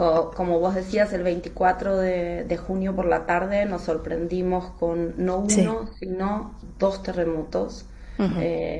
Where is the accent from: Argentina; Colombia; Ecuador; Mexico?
Argentina; cada vez que pasa algo que efectivamente nos hace como decimos, yo soy argentina, nos revuelve las tripas esas noticias